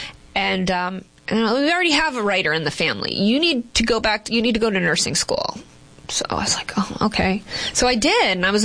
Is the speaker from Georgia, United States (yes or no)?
no; Boston, Massachusetts, United States; born there; accent: Boston; I was born in Boston, Massachusetts.